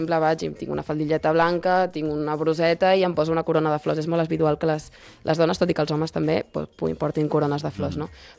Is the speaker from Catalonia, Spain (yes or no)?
yes; Barcelona, Catalonia, Spain; que sóc de Barcelona, molt de Barcelona